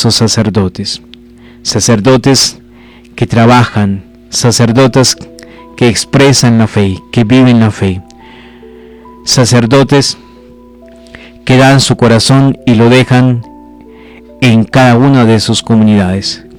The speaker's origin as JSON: {"language": "Spanish", "country": "Colombia", "said": "pero también como pueblo colombiano."}